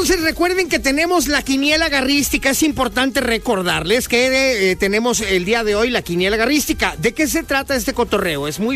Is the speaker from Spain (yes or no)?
no; Mexico; also born or lived in United States; now in Exeter, United States; Bueno, nací en los Estados Unidos y de niño me llevaron a vivir a México. Y me siento más mexicano que americano.